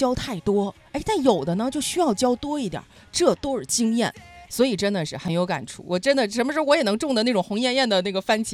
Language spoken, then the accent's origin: Chinese; China